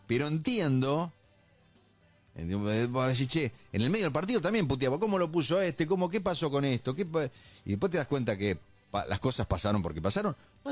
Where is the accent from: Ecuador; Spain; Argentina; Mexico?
Argentina; hoy soy más argentino que ayer, yo también.